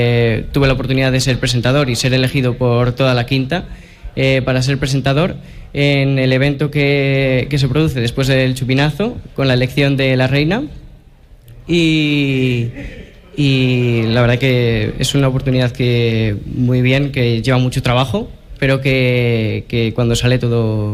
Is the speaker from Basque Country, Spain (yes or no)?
no; Guijuelo, Castile and León, Spain; un gusto estar aquí y haberos recibido aquí en mi pueblo.